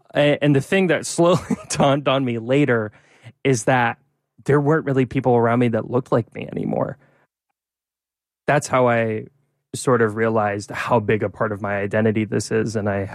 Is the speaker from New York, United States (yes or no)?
no; Norfolk, Virginia, United States; because I'm from Norfolk, Virginia. So I'm from, people say it's not the South. I argue that it's the South.